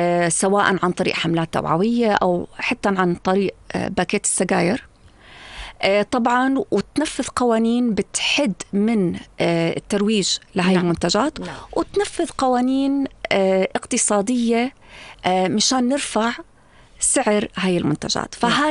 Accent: Jordan; إحنا كأردن

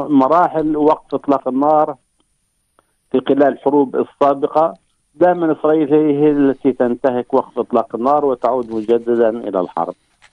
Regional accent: Palestine; ولكن بالنسبة لنا كفلسطينيين المشكلة ليست غزة فقط

